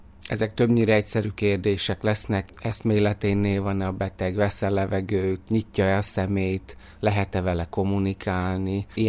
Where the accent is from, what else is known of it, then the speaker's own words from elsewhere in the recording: Szabolcs-Szatmár-Bereg, Hungary; Kis faluból származom, Szabolcs megyéből, onnan vezetett az utam ide a református kollégiumba